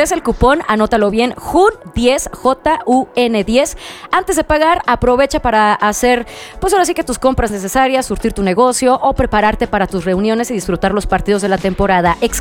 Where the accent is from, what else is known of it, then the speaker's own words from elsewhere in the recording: Mexico; Si nos ven que somos mexicanos, denos la carta mexicana, ¿saben?